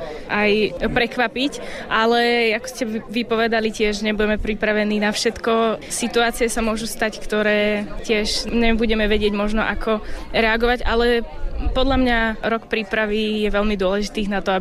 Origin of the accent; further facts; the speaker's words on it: Veľké Leváre, Bratislava Region, Slovakia; a som z Veľkých Levár.